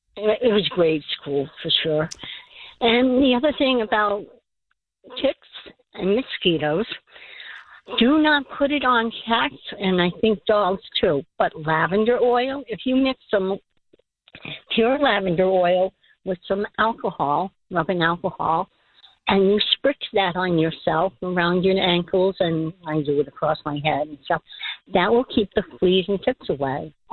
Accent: New York, United States; moved away; I was born in New York

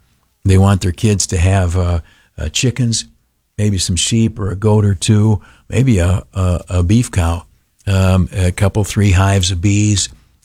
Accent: New York, United States; I grew up in the Southern Tier, a very rural portion of upstate New York

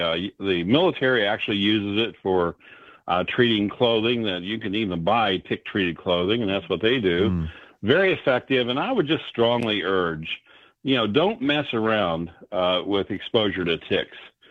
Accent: West Virginia, United States; It was just, I grew up in West Virginia.

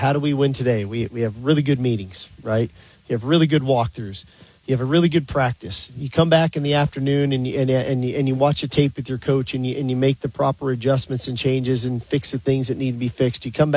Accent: California, United States; moved away; growing up in California

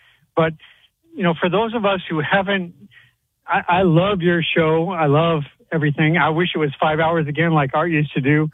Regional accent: Sedona, Arizona, United States; And, well, I grew up in Sedona, Arizona.

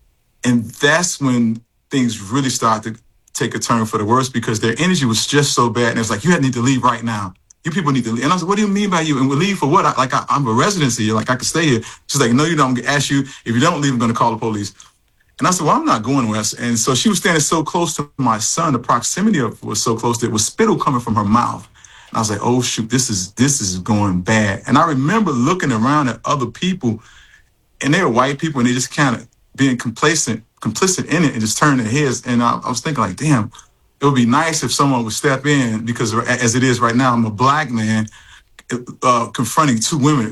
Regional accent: Chicago, Illinois, United States; moved away; But I grew up in Chicago, so I'm kind of used to it a little bit.

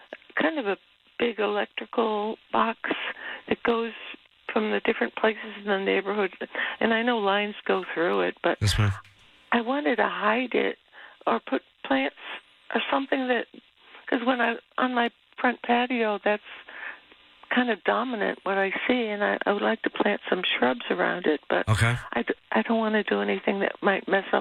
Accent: New England, United States; now in Texas, United States; I grew up in New England

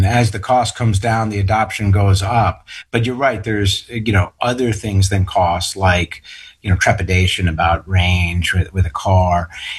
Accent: Wayland, Massachusetts, United States; now in Concord, United States; when I was growing up in Wayland

